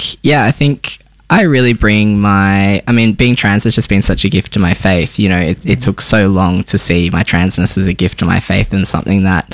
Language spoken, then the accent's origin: English; Tamworth, New South Wales, Australia; born or raised there; also born or lived in Sydney; now in Melbourne, Australia